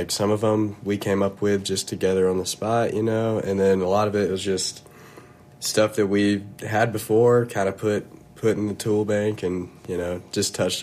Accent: Birmingham, Alabama, United States; moved away as an adult; now in Nashville, United States; we're from Birmingham

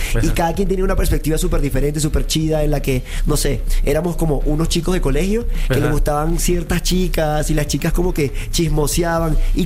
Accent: Venezuela; also born or lived in Colombia; justo estuve como 7 años en Colombia. Soy venezolano, un placer.

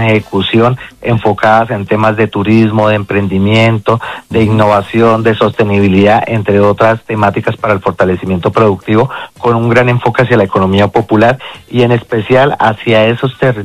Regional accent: Bogotá, Colombia; yo soy rolo, por decirlo de alguna forma, es la primera experiencia en este territorio

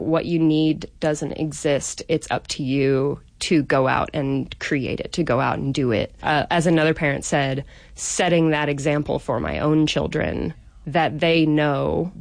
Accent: Illinois, United States; So I grew up in Southern Illinois, what if you were there, they would call Southernmost Illinois.

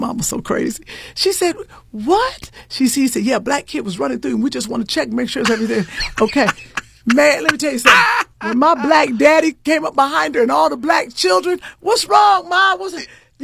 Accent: Cleveland, Ohio, United States; also born or lived in Shaker Heights; When we came from Cleveland to Shaker, we looked at this house and where we lived.

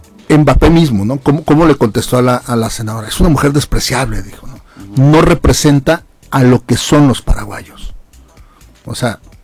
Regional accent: Mexico; También nosotros como mexicanos no hemos sido los más respetuosos, por ejemplo, en este caso con la comunidad argentina.

